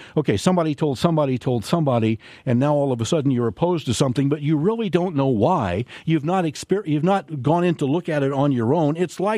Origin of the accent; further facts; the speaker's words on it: Clinton, Illinois, United States; Meta, in my hometown of Clinton, has approached Exelon, that owns the nuclear generating plant at Clinton Lake